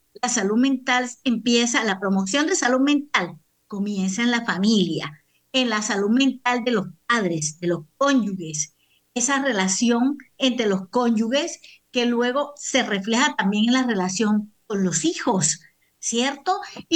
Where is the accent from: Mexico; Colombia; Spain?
Colombia